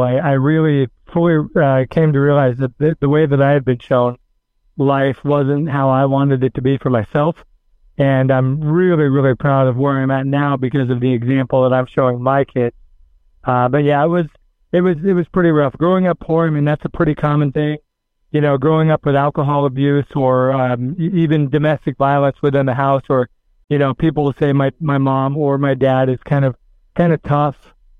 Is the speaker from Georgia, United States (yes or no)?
no; Des Moines, Iowa, United States; Born and raised in Des Moines, Iowa.